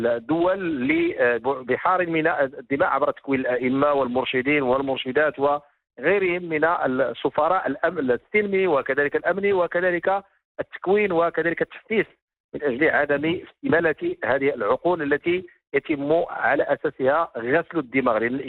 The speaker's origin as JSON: {"language": "Arabic", "country": "Morocco", "said": "وهذا نقول كمغاربه"}